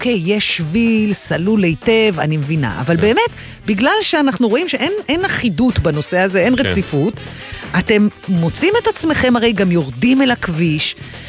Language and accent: Hebrew; Tel Aviv, Tel Aviv District, Israel; כתל אביבית אני גם רואה לא מעט הורים נוהגים במעין וריאציה לבנטינית על טוק-טוק